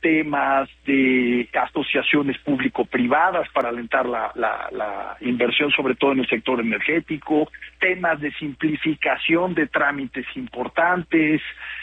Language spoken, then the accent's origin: Spanish; Mexico